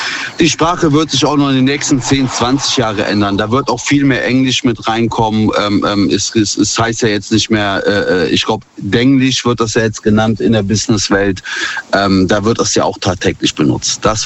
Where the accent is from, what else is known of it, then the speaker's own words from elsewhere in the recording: North Rhine-Westphalia, Germany; Ich bin aus der Nähe von Bonn.